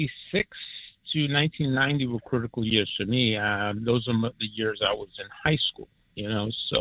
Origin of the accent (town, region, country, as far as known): New York, United States; born there; now in Forest Hills, New York, United States